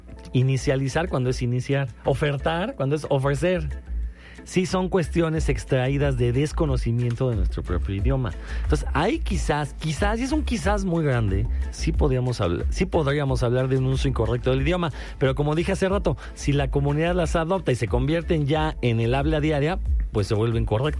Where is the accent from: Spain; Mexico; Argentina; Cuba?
Mexico; Como el español mexicano, que todos los sudamericanos dicen que hablamos cantadito.